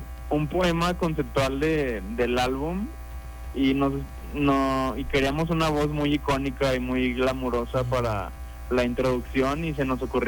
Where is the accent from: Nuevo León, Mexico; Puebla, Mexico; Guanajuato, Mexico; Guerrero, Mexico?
Guanajuato, Mexico; León; now in Mexico City, Mexico; Somos de León, Guanajuato.